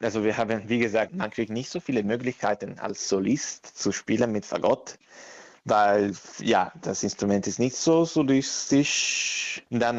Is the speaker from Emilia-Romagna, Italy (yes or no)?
yes; Parma, Emilia-Romagna, Italy; German is a second language; moved away; ich komme aus Parma